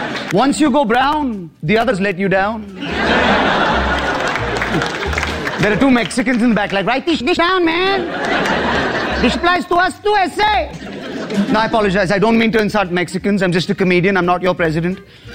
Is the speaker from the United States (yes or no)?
no; Mumbai, Maharashtra, India; accent: Indian; I'm from Bombay in India.